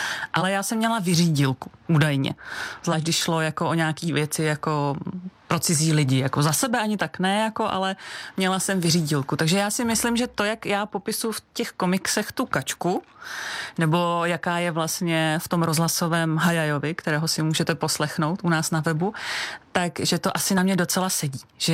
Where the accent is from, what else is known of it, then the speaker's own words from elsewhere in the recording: Prague, Czechia; Já jsem byla Pražák. Já jsem opravdu jako kačka ze sídliště, z paneláku a bydleli jsme hned naproti škole, takže na Lehovci.